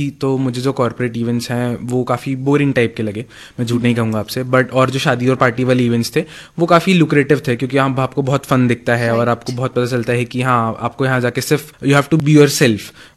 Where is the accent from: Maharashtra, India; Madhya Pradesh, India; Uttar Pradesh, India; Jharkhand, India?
Madhya Pradesh, India; Indore; I have been born and brought up in Indore only.